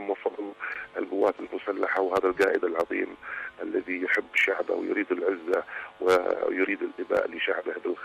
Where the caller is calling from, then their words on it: Al Mahrah, Yemen; في المهرة.